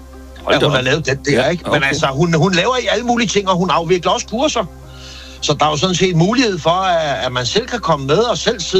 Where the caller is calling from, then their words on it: Copenhagen, Capital Region of Denmark, Denmark; jeg kommer ud fra Østerbro, og hvad hedder det, hvor jeg både er gårdmand og formand og har boet mange år.